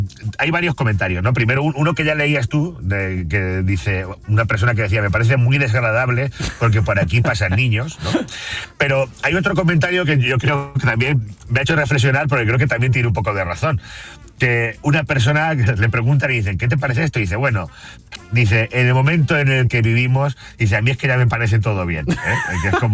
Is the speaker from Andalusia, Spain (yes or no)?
no; Picón, Castilla-La Mancha, Spain; he pasado por la plaza de mi pueblo